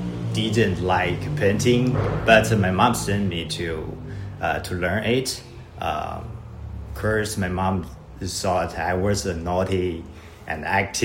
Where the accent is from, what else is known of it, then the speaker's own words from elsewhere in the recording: China; English is a second language; moved away; I'm from China